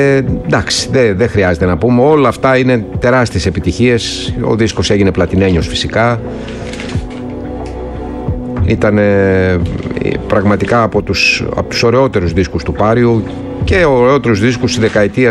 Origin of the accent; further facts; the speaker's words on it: Arta, Epirus, Greece; born there; Καλά, εγώ γεννήθηκα στην Άρτα και.